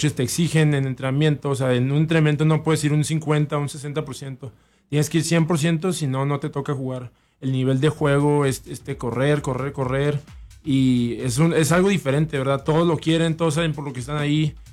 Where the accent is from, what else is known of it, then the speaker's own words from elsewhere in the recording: Camargo, Chihuahua, Mexico; moved away as an adult; also born or lived in Ciudad Juárez, Mexico; Soy jugador de básquetbol. Soy un chihuahuense. Nací en Juárez, criado en Camargo.